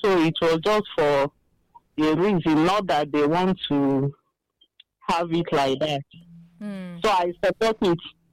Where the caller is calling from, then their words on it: Zaria, Kaduna State, Nigeria; from Zaria.